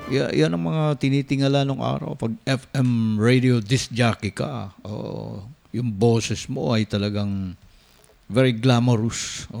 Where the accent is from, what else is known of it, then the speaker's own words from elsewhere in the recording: Davao City, Davao Region, Philippines; moved away as an adult; now in Manila, Philippines; 19 years old ako, nag-broadcast ako sa Davao City. Tapos nag-migrate ako sa Manila at the age